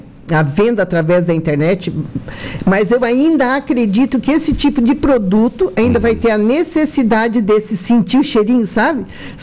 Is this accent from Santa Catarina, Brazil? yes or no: yes; Araranguá, Santa Catarina, Brazil; now in Sombrio, Brazil; Mas a minha terra, né, do coração é Araranguá. Como eu digo, minha mãe enterrou nosso zumbigo aqui em Araranguá, né?